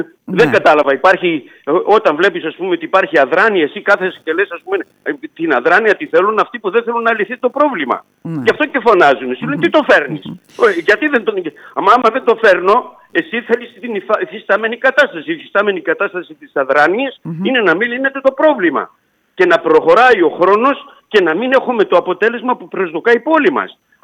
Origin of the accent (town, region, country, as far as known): Patras, Western Greece, Greece